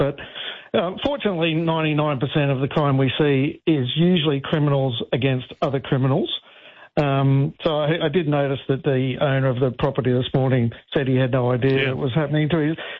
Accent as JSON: {"language": "English", "town": "Melbourne", "region": "Victoria", "country": "Australia", "tie": "born or raised there", "said": "Well, you know, I'm born and bred in Melbourne, so nothing supreme in Victoria."}